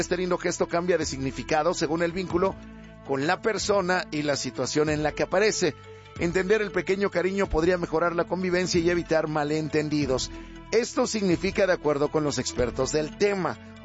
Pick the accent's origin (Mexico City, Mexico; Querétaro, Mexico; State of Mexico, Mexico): Mexico City, Mexico; el festejo de la fiesta de mi pueblo allá en la Magdalena Culhuacán.